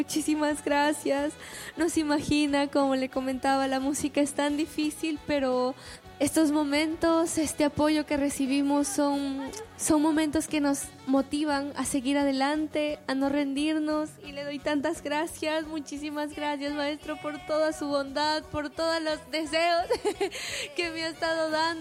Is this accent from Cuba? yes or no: no; Huanta, Ayacucho, Peru; mi tierra de Huanta, Ayacucho